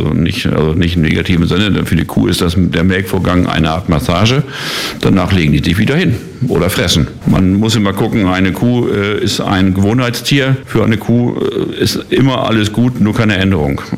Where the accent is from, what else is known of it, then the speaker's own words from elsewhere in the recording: Lower Saxony, Germany; moved away as an adult; now in Uckermark, Germany; Gebürtig komme ich aus dem Raum Hannover